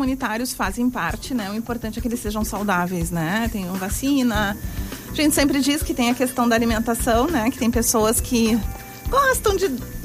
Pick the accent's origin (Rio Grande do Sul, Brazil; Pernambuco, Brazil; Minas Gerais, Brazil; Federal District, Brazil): Rio Grande do Sul, Brazil; Porto Alegre; sou de Porto Alegre